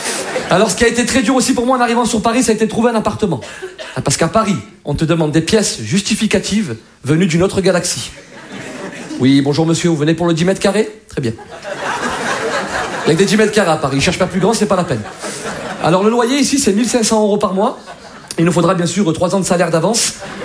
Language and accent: French; Algeria; Ah, alors moi je vous parle d'Algérie parce que je suis originaire d'Algérie. Je m'y rends souvent, pas par plaisir, hein, parce que j'ai de la famille là-bas.